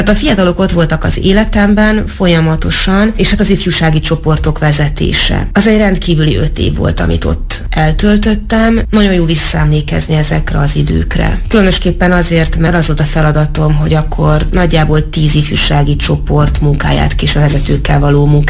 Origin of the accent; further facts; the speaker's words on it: Tatabánya, Komárom-Esztergom, Hungary; born there; also born or lived in Debrecen; Tehát kvázi lehet azt mondani, hogy debreceni vagyok, de nem Debrecenben, hanem Tatabányán születtem. Tehát debreceni alapvetően a család identitása.